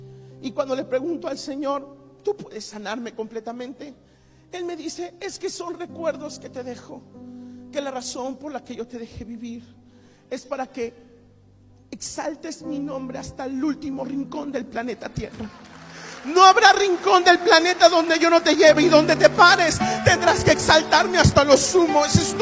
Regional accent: Mexico

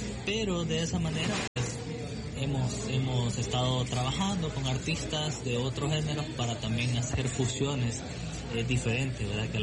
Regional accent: El Salvador; pero yo con mucho respeto a nuestros hermanos de México, pero como salvadoreño me siento orgulloso de representar este género

